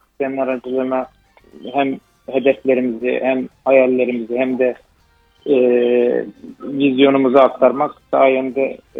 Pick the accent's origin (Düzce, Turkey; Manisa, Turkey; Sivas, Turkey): Sivas, Turkey; also born or lived in Antalya; Memleketim ama tabii ikinci memleketim gibi oldu. Çok uzun yıllar orada hem futbol oynadım hem de antrenör olarak.